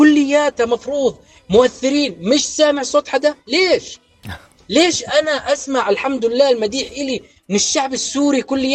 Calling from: Jordan; إحنا أردني.

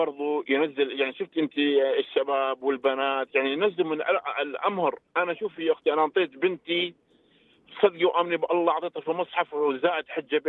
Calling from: Iraq; انا عراقي لكن امي اردنيه ومرتي اردنيه.

